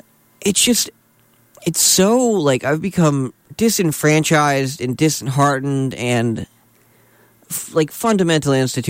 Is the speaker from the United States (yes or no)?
yes; United States; as like an American, as a voter, and as someone that served this godforsaken country